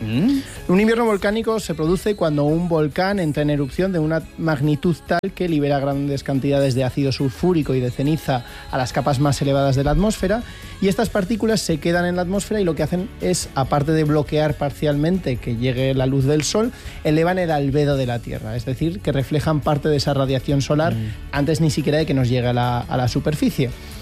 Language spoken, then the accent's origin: Spanish; Zaragoza, Aragon, Spain; una de mi tierra